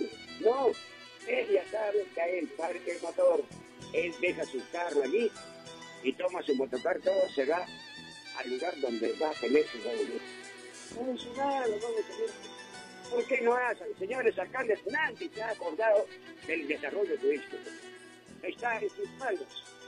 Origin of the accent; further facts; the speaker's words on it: Aguaytía, Ucayali, Peru; nuestra ciudad de Aguaitía parece un corral de chancho